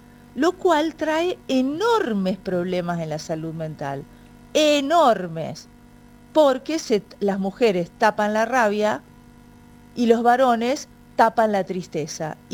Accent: Argentina; nosotros somos pasionales los argentinos y podemos ser los peores para los equipos.

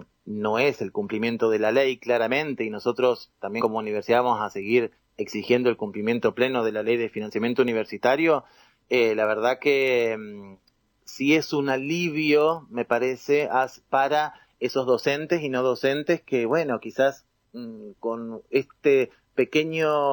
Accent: Allen, Río Negro, Argentina; Yo, de hecho, soy de Allen, no sé si conocen, pero es un pueblo, una ciudad ya, que está acá en el Alto Valle, entre Cipolletti y Roca, digamos, que son las ciudades más grandes, en Río Negro

